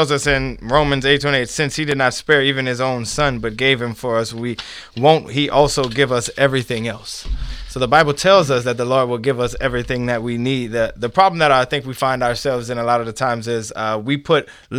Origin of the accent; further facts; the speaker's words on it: New Iberia, Louisiana, United States; I come from New Iberia, Louisiana.